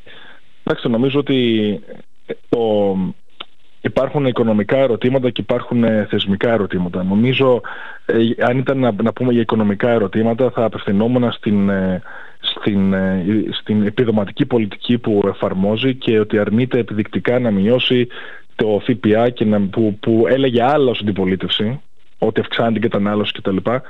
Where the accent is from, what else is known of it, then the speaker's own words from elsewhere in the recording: Greece; να είμαι περήφανος για την πατρίδα μου σήμερα. Όχι μόνο για την ιστορία της. Θέλω να είμαι περήφανος για τη σύγχρονη Ελλάδα